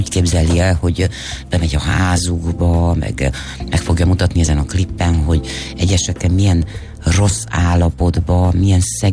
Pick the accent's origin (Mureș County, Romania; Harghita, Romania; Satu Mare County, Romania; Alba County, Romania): Mureș County, Romania; Târgu Mureș; otthon Marosvásárhelyen